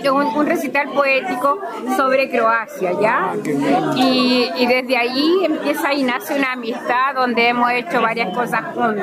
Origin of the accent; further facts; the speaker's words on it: Viña del Mar, Valparaíso, Chile; Bueno, yo vivo, yo vengo de allá de Viña del Mar, vengo sí. Del puerto, así que...